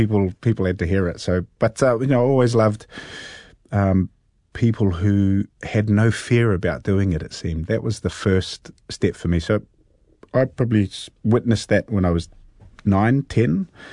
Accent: Hastings, Hawke's Bay, New Zealand; I grew up in Hastings.

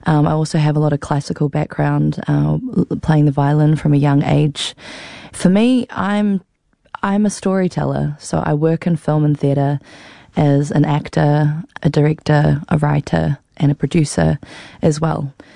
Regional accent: Auckland, New Zealand; Well, when I grew up in Aotearoa and Tamaki Makaurau, you know, I would often hear my mum humming the song.

